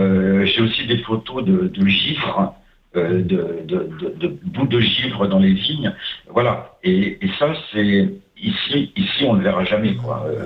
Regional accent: Reims, Grand Est, France; born there; now in Saint-Gély-du-Fesc, France; je suis né à Reims.

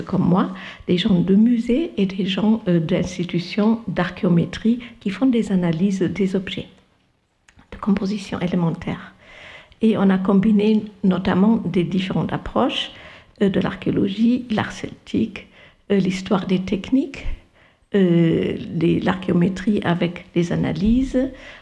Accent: Germany; French is a second language; moved away; Je suis allemande

